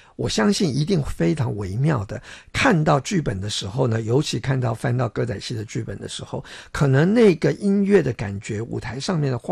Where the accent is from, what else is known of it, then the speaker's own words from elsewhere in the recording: Taiwan; first language Taiwanese Hokkien; 因为我自己也是台湾人啊，那台语也是我的母语，好像不难